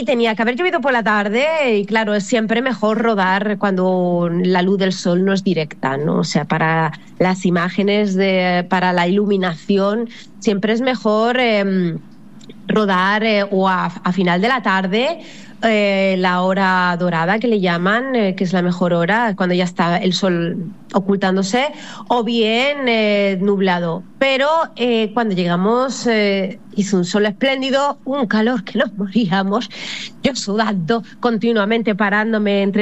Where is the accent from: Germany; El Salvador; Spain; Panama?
Spain; Catalonia; now in Italy; yo soy catalana, pero mis padres son andaluces, o sea, mi madre de Córdoba y mi padre de Granada, ¿no? Y desde pequeñita, todos los veranos, pasábamos todos los veranos en Andalucía, o sea, que es que en mi sangre, en mis venas corre sangre andaluza